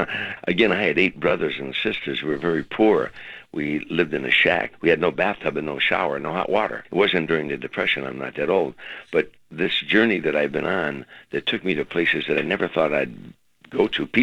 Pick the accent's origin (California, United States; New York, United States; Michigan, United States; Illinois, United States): Illinois, United States; Harvey; because I came from Harvey, Illinois.